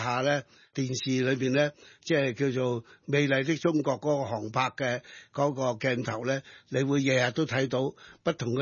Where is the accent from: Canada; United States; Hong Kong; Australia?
Hong Kong; 我作為一個港人